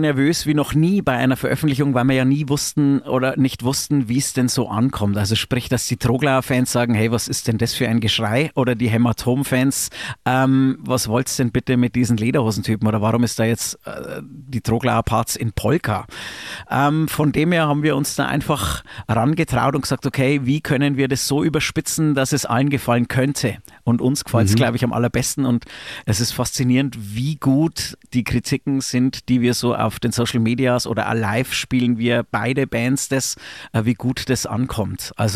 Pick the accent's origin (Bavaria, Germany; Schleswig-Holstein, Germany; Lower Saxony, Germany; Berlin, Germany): Bavaria, Germany; Kastl; ich komme aus Kastel, heißt es, das sind 1500 Einwohner mittlerweile, ja, genau.